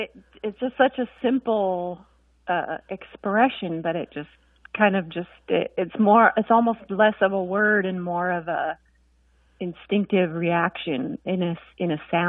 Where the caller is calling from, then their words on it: Seattle, Washington, United States; I'm calling from the Seattle area.